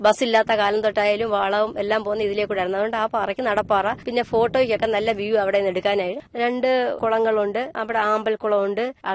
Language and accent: Malayalam; Kerala, India